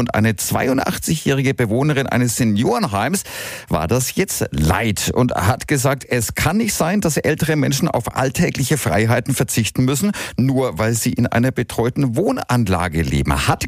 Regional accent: Bavaria, Germany; Na gut, ich meine, bei uns in Bayern gibt's das schon längst.

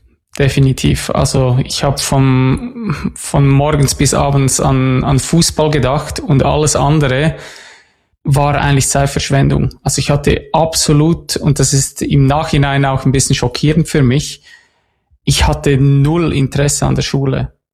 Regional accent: Lucerne, Switzerland; Ein bisschen außerhalb von Luzern, was eine relativ große Stadt ist für die Schweiz, was auch immer das heißt.

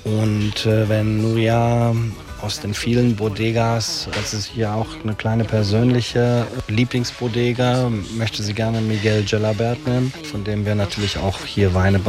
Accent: Bautzen, Saxony, Germany; moved away as an adult; Ich komme aus der Nähe von Dresden, aus Bautzen. Hab dann die Chance gehabt mit dem Mauerfall. In München Hotel, Fachschule gemacht

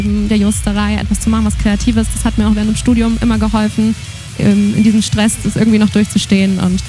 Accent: Augsburg, Bavaria, Germany; ich komme aus Augsburg, bin 28 Jahre alt

